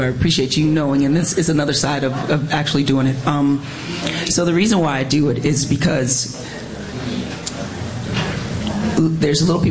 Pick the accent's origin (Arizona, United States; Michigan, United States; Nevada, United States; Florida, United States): Michigan, United States; Inkster; I'm from Inkster, yes, sir.